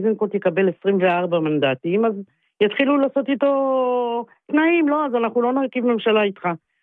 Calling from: Central District, Israel

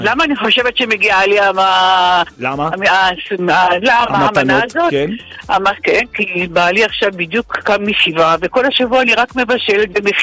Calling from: Jerusalem, Jerusalem District, Israel; תודה רבה, אני מירושלים.

